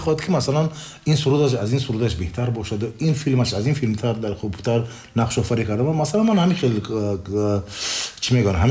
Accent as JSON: {"language": "Persian", "country": "Tajikistan", "said": "بگذار معین شود که تاجیکستان یعنی که من تاجیک هم تاجیک بودنم معین شود. من این هویت من است. من همیشه کوشش میکنم که از تاجیک بودنم تاکید کنم"}